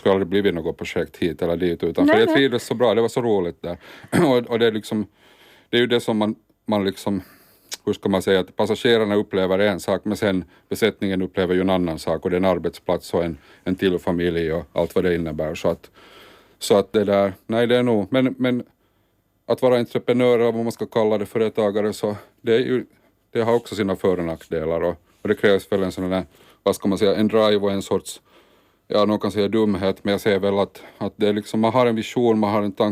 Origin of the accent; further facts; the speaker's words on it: Turku, Southwest Finland, Finland; när jag är född i Åbo och har bott där då, största delen av mitt liv.